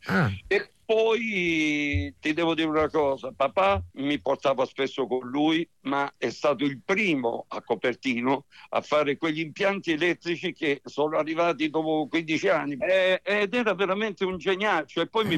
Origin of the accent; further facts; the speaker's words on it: Lecce, Apulia, Italy; also born or lived in Copertino; Perché considera uno che viene da Lecce, come me